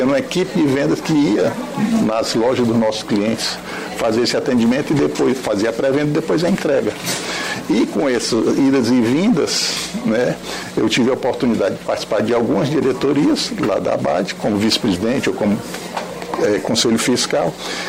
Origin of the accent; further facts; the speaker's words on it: Fortaleza, Ceará, Brazil; born there; Que a minha família, meus pais são de Sobral, né? E a gente, eu já nasci em Fortaleza, eu e minha irmã mais nova, os outros 7 irmãos nasceram em Sobral.